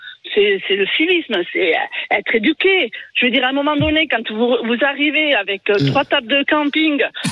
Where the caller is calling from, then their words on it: Toulouse, Occitanie, France; Et moi, je suis de Toulouse de base.